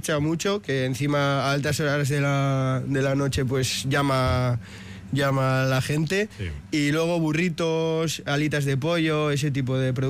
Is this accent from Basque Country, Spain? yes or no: yes; San Ignacio, Basque Country, Spain; Nosotros somos de San Ignacio.